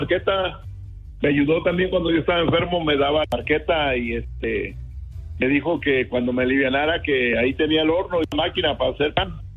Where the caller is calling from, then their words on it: Springville, Utah, United States; Estamos en Utah, para que no se confunda la gente. Traigo el área de California. Utah, Springville, Utah.